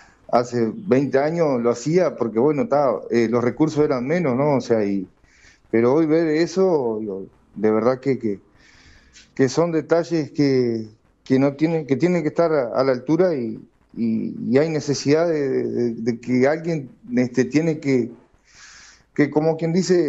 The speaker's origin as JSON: {"language": "Spanish", "region": "Salta", "country": "Argentina", "said": "acá somos todos salteños"}